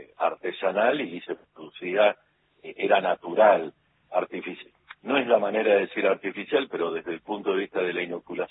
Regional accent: Martínez de Hoz, Buenos Aires Province, Argentina; yo de un pueblito de Martínez de Ode, a 20 kilómetros de distancia en el partido de Lincoln, ¿no?

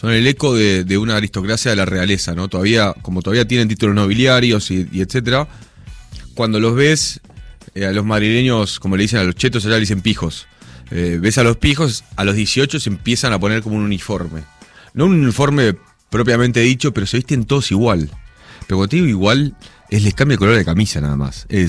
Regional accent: Argentina

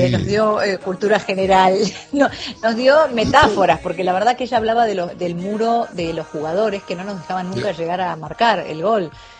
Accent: Argentina; accent: Argentine; now in Mexico; no dejé que nunca se olvide de nuestro acento, y yo todo el tiempo en casa hablo argento, piso Televisa y arranco con el neutro, obviamente.

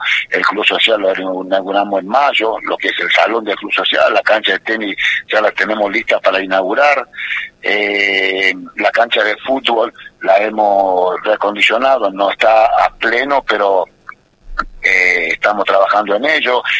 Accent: Campamento Vespucio, Salta, Argentina; moved away as an adult; also born or lived in southern Argentina; Yo soy nacido y criado acá, por cosa de la vida, me tuve que ir al sur, trabajé allá en el sur, y bueno, quizá decidí venirme a vivir acá, y cuando vuelvo a mi pueblo, que siempre estuvo en mi corazón acá

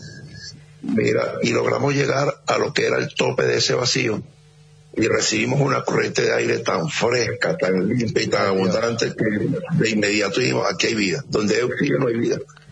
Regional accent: El Salvador; Yo vengo de El Salvador, pero como que vinieron fue a curiosear.

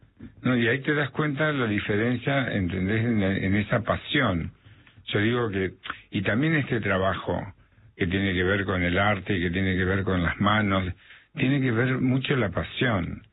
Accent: Santa Fe, Argentina; now in Buenos Aires, Argentina; Va, yo no soy porteño, sí en Santa Fe, pero tengo 60 años de acá. Entonces terminé siendo un porteño

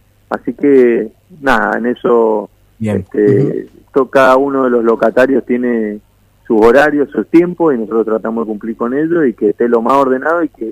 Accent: Mendoza, Argentina; soy mendocino, soy emprendedor, empresario mendocino

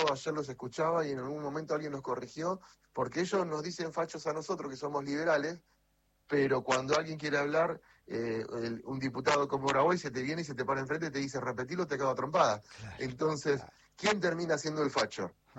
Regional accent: Argentina; gracias a Dios hay un aire de cambio en la Argentina y este modelo político que esta gente representa cada vez tiene menos representación y al menos te lo dice alguien que viene de la provincia de Santa

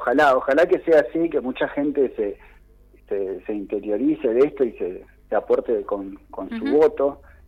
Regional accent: Santa Cruz, Argentina; tenemos la provincia, creo, por yo siendo santacruceño y patagónico de sangre pura, tenemos la provincia más linda del país.

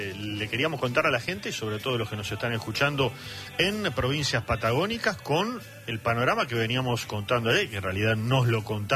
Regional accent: Argentina; nosotros como porteños o bonaerenses

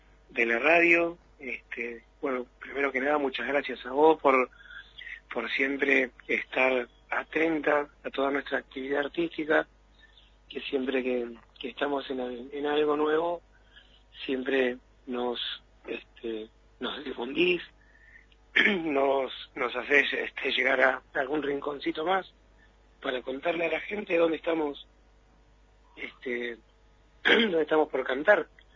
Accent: El Calafate, Santa Cruz, Argentina; a Calafate, mi pueblo, y a Santa Cruz

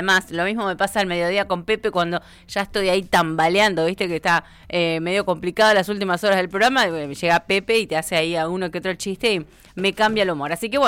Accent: Argentina

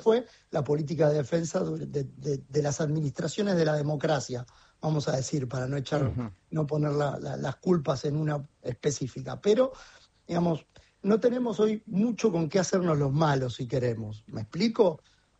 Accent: Argentina; como lo digo no solamente como analista, pero también como argentino

